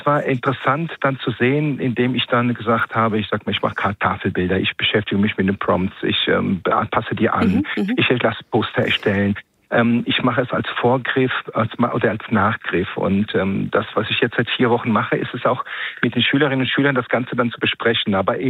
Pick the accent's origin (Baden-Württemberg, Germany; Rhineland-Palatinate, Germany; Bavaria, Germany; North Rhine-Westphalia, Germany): Rhineland-Palatinate, Germany; Komm, ich komme aus Rheinland-Pfalz